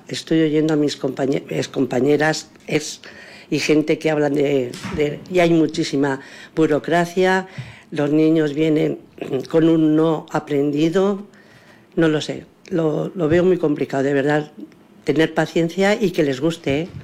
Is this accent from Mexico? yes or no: no; Motilla del Palancar, Castilla-La Mancha, Spain; born there; also born or lived in Cuenca; cuando era pequeña era en Cuenca, aquí cuando estábamos aquí en Motilla